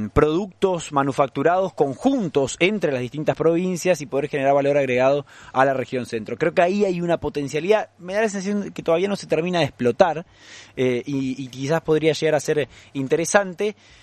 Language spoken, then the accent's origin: Spanish; Argentina